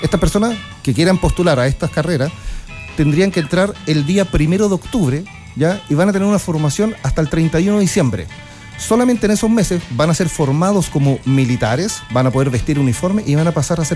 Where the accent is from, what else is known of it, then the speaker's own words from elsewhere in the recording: Chiloé, Los Lagos, Chile; moved away; en mi caso particular, por ejemplo, yo soy de Chiloé.